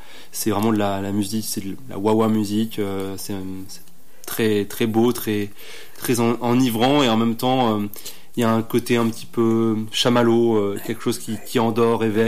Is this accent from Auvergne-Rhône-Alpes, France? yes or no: no; Poitiers, Nouvelle-Aquitaine, France; Je viens de Poitiers